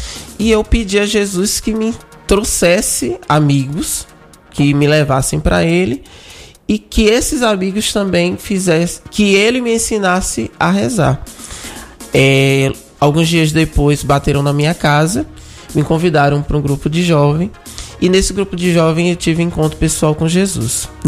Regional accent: Jeremoabo, Bahia, Brazil; now in Cachoeira Paulista, Brazil; Eu sou da Bahia, do interior da Bahia.

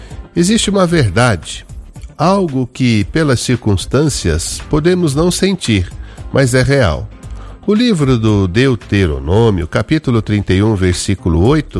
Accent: Jales, São Paulo, Brazil; sou de Jales, São Paulo. Boa noite. Então, cidade de Jales, lá interior, bem lá no norte do estado de São Paulo, noroeste ali, né?

